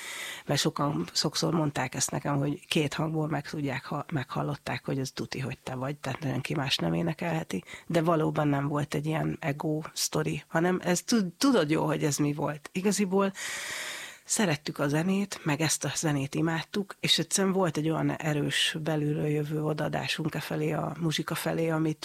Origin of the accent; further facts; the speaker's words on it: Borsod-Abaúj-Zemplén, Hungary; mivel hogy én Borsod megyei vagyok